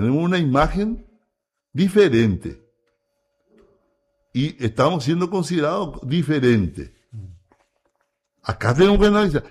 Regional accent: Paraguay

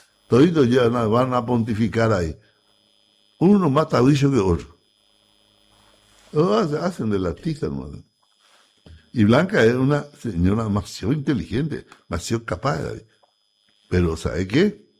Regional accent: Paraguay

